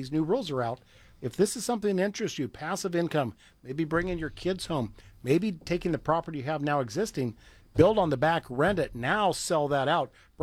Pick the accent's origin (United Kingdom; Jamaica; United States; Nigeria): United States; Oregon; If you ever walked in, I'm from Oregon, right?